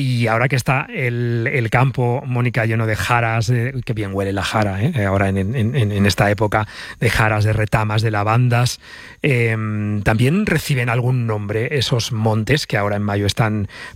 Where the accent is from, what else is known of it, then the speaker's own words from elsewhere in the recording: Seville province, Andalusia, Spain; en mi pueblo, en Sevilla